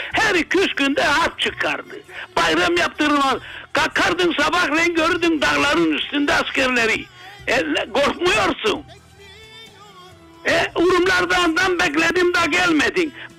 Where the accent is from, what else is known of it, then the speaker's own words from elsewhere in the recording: Cyprus; now in Australia; Köyümüzde ortaokul yoktu. Lazımdı iskeleye, Lefkoşa gidelim ya da Lemosuna.